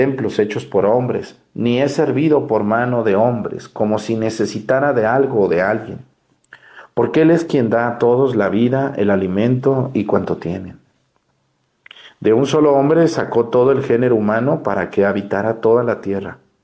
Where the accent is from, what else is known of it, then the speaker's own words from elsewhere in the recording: Mexticacán, Jalisco, Mexico; Así que están invitados en Mesticacán, Jalisco, mi pueblo.